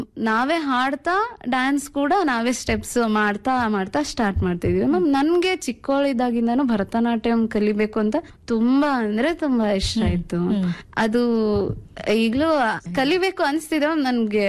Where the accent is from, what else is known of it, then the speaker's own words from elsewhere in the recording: Karnataka, India; ಅದಾದ್ಮೇಲೆ ನಮ್ಮೂರಿಂದ ಒಂದು 2 ಕಿಲೋಮೀಟರ್ ದೂರ ಸಾಸಿವೆಹಳ್ಳಿ ಅಂತ, ಅಲ್ಲಿ ನನ್ನ ಹೈಸ್ಕೂಲ್ ಎಜುಕೇಶನ್ ಅಲ್ಲೇ ಮ್ಯಾಮ್, 8th, 9th, 10th ಅಲ್ಲಿ ಓದಿದ್ದು. ಅಲ್ಲಿಂದ PUC ಹರಪನಹಳ್ಳಿ